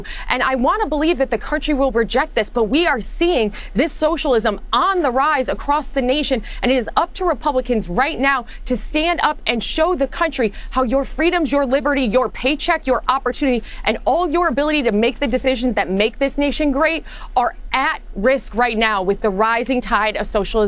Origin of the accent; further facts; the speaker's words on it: New York, United States; in New York State, my home state